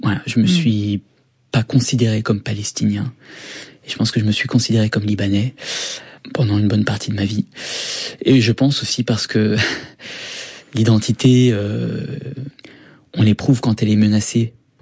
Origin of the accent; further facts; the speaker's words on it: France; born there; moi je suis né en France. J'ai été, je pense, plus proche du Liban pendant une bonne partie de ma vie, parce que j'y allais déjà régulièrement